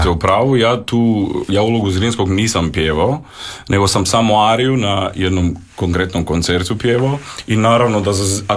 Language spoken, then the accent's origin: Croatian; North Macedonia; Zato što, znate, ja sam ipak iz Makedonije, ali imao sam neku, osjećao sam neku zahvalnost Hrvatskoj dok sam to pjevao